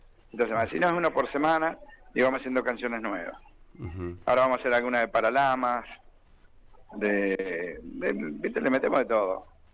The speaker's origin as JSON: {"language": "Spanish", "town": "Ramallo", "region": "Buenos Aires Province", "country": "Argentina", "said": "en mi pueblo, ahí en Ramallo Pueblo"}